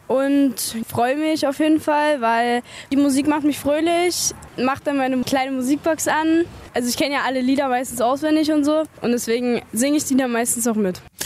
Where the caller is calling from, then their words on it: Köthen, Saxony-Anhalt, Germany; ich komme aus Köthen